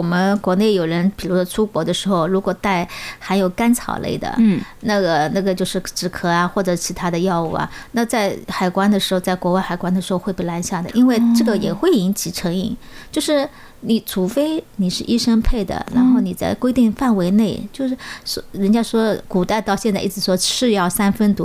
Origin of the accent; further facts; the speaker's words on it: China